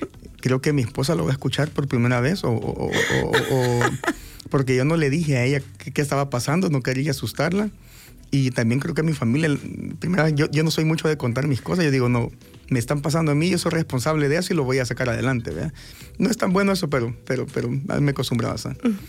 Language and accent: Spanish; El Salvador